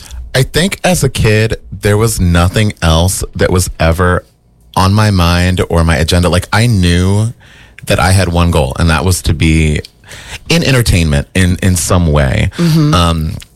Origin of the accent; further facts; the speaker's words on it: Wilmington, Delaware, United States; I started doing a bunch of productions in my hometown of Wilmington, Delaware. Big shout out to the 302.